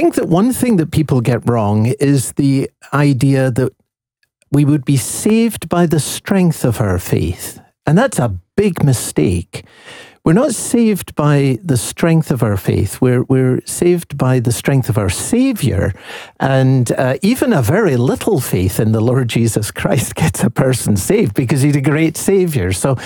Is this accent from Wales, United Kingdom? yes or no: no; Edinburgh, Scotland, United Kingdom; accent: Scottish; moved away as an adult; also born or lived in London; now in Chicago, United States; I was born and raised in Edinburgh, and I guess you never lose your roots. Served as a pastor in London, in Enfield, North London, for 16 years. Been in Chicago for 30 years